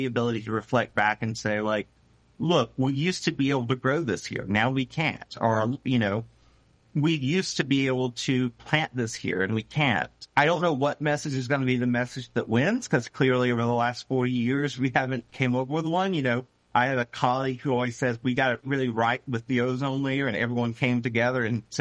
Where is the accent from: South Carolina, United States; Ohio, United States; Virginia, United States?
South Carolina, United States; I'm from South Carolina. Growing up, other than Fugo, I can count on my hands the number of times Charleston probably flooded.